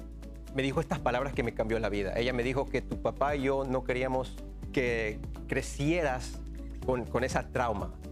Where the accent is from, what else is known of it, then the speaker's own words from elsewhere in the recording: Los Angeles, California, United States; born there; also born or lived in Ecuador; Yo nací en Ecuador, vine a este país con mi mamá y papá cuando teníamos 7 años. Mi padre era doctor que vino a trabajar en un car wash, un lavacarros, y mi mamá, una doctora que vino a trabajar en un Kmart. Y por muchos años vivíamos por todas partes